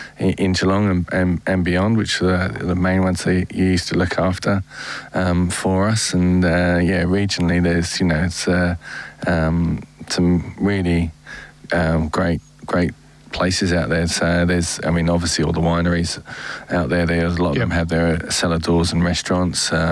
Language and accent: English; London, United Kingdom; now in Australia; I'm actually from South London